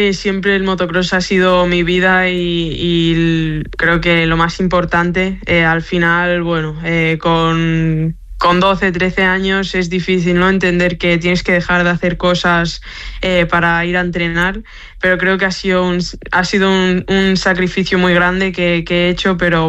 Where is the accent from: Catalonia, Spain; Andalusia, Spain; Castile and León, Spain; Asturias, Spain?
Catalonia, Spain; Lloret de Mar; also born or lived in Blanes; Sí, nací en Blanes, pero bueno, de siempre he estado en Lloret y bueno, es mi pueblo, Lloret de Mar.